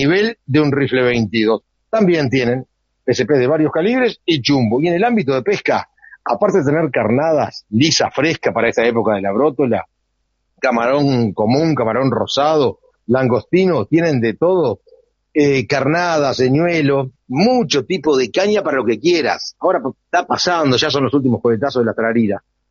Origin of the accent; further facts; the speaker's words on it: Canelones, Uruguay; 6, 7 amigos que venimos de allá, de Canelones, de los Pagos de la Costa, de Araminda, el club.